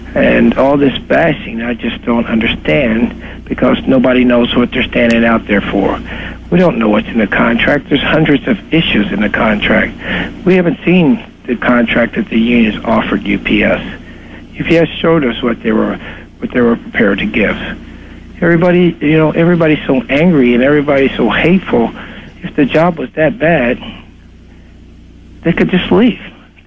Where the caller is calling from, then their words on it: Florida, United States; I'm calling from South Florida.